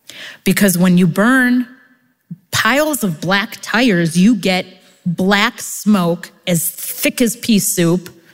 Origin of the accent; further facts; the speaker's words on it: Chicago, Illinois, United States; now in Israel; Growing up in Chicago, we had snow days. Living in the South, you have rocket days.